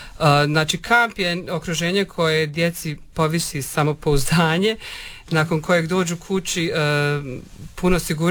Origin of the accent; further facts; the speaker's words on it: Tuzla, Federation of Bosnia and Herzegovina, Bosnia & Herzegovina; born there; Ja sam rođenjem iz Tuzle i uvijek nisam razumjela kako mi moramo nazad doma, a neko ostaje da živi na moru.